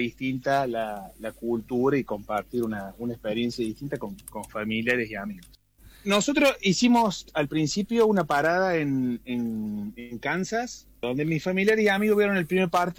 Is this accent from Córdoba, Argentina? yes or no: yes; Hernando, Córdoba, Argentina; now in Río Cuarto, Argentina; yo soy de Hernando. Hace 16 años más o menos que vivo ahí.